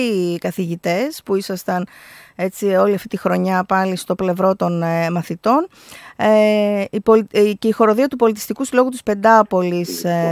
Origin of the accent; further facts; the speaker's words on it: Nigrita, Central Macedonia, Greece; στην Ιγρίτα, πολλά πράγματα γίνονται εκεί στην πατρίδα μου